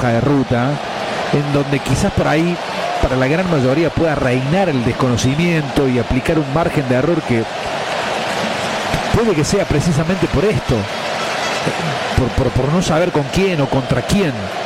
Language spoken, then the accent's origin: Spanish; Argentina; los que habitamos el suelo de la República Argentina, de que somos orgullosamente argentinos